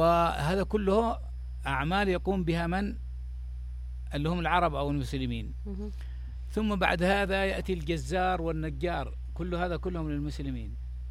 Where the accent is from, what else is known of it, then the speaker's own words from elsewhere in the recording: Yemen; عندنا في اليمن